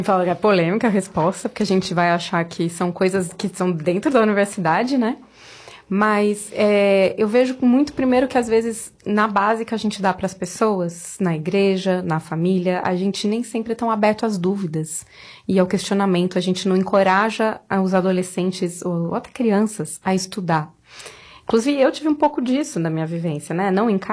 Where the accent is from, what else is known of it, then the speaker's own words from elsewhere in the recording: São Paulo, Brazil; Olá! Bom, eu sou de São Paulo, casada já há 14 anos com o Lucas, meu amigo de escola.